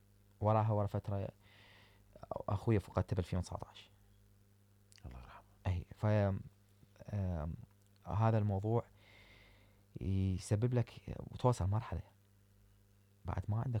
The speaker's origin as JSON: {"language": "Arabic", "country": "Iraq"}